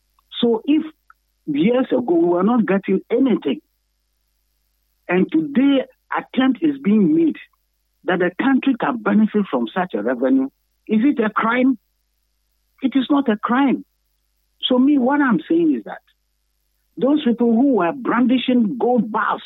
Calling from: Takoradi, Western Region, Ghana; I'm calling from Takoradi.

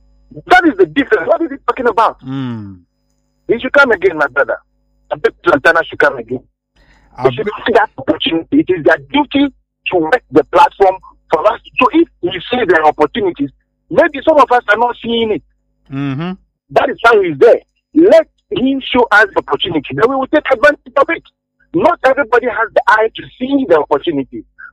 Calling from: Houston, Texas, United States; I'm calling from

